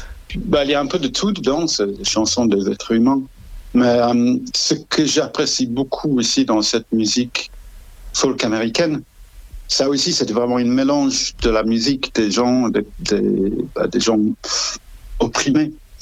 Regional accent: England, United Kingdom; French is a second language

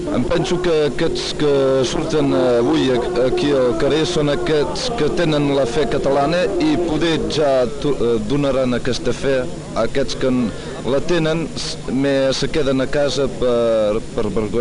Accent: Perpignan, Occitania, France

